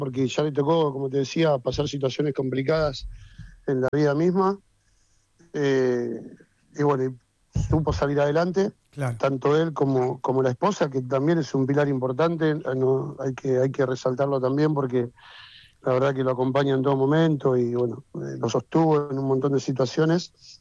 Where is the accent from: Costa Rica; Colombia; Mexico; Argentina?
Argentina; Buenos Aires; Yo soy, escúchame, Gavilán entre Carranza y Lascano, a la vuelta de la casa del Diego, imagínate.